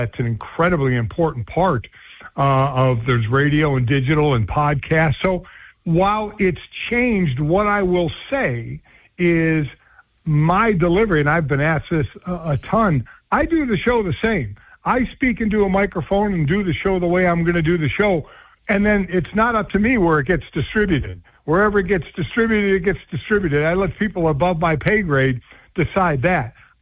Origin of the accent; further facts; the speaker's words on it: Cleveland, Ohio, United States; now in Arizona, United States; being from there, being my hometown.